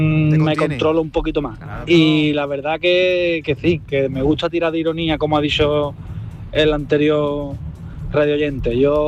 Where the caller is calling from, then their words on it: Jerez de la Frontera, Andalusia, Spain; Buenas tardes, Aitor, desde Jerez.